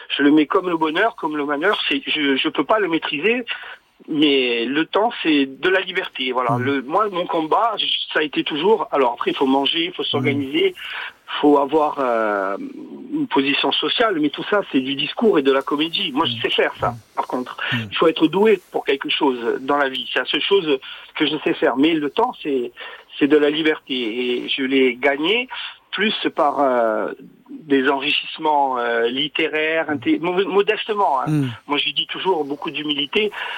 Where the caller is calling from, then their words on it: Corsica, France; j'appelle de Corse